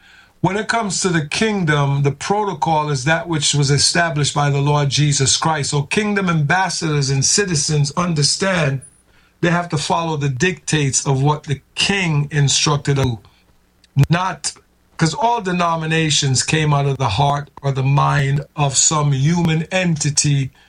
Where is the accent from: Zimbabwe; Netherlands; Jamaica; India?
Jamaica; born or raised there; also born or lived in England; now in United States